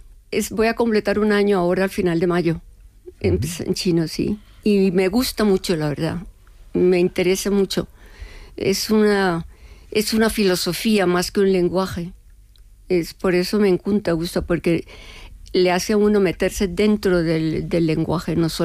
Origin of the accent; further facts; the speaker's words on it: Colombia; como colombiana de origen, pues con eso del realismo mágico y de García Márquez